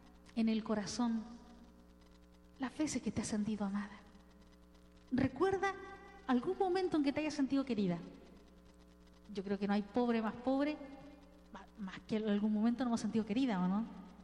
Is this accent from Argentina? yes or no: no; Chile; En Chile, yo soy chilena